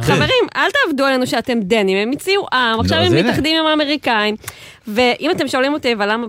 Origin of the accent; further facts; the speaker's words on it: Jerusalem, Jerusalem District, Israel; אז אני קלטתי שאני בעצם נולדתי בבית הכרם, ממש ליד כיכר דניה.